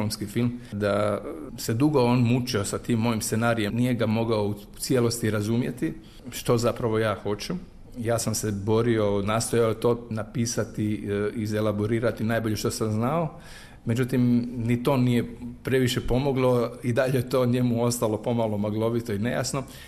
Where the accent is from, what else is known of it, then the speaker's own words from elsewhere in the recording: Virovitica, Virovitica-Podravina County, Croatia; born there; rođen u zapadnoj Slavoniji, rođen sam u Virovitici, tamo su naime moji roditelji imali prvo radno mjesto